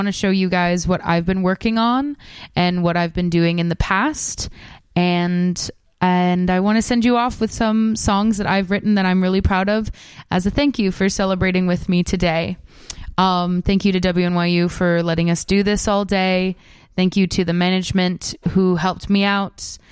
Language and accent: English; Hawaii, United States; I am an Indigenous musician myself. I am Native Hawaiian. I'm Kanaka Maoli.